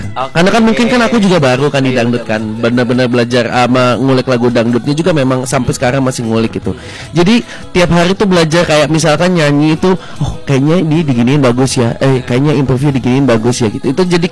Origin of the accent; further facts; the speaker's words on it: Malang, East Java, Indonesia; moved away; aku kan memang asalnya Malang.